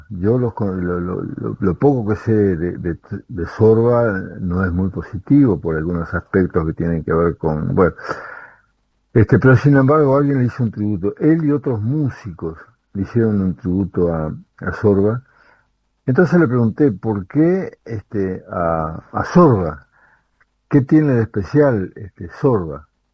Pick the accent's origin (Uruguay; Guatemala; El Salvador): Uruguay; soy uruguayo